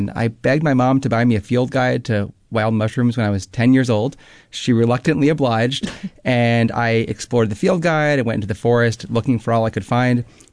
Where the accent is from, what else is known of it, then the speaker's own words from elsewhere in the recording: Massachusetts, United States; As a boy, I grew up in Western Massachusetts on kind of a forested piece of land, and I would just explore the woods.